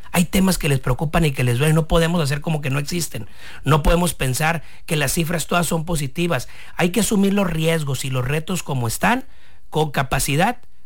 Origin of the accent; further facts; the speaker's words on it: Culiacán, Sinaloa, Mexico; Me crié aquí muy cerquita en el Infonavit CTM